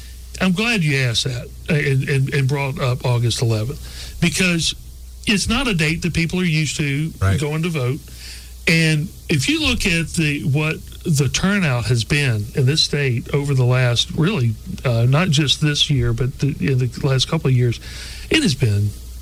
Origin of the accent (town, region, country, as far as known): Alabama, United States; born or raised there